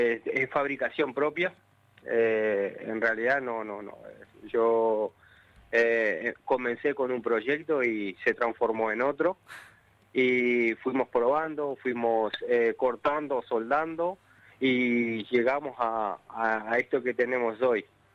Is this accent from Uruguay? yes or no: yes; Tacuarembó, Uruguay; also born or lived in Paraguay; now in Misiones, Argentina; Yo soy del centro del país, de Tacuarembó.